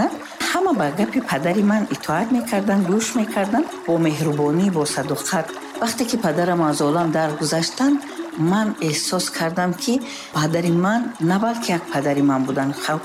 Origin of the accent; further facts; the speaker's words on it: Panjakent, Sughd, Tajikistan; moved away; кӯдакиам дар деҳа гузаштааст ва деҳаи ман хело деҳаи зебо аст.